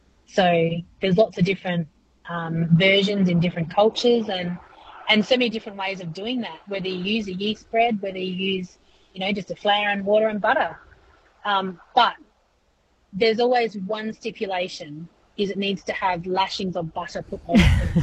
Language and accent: English; Northampton, Western Australia, Australia; I grew up in Northampton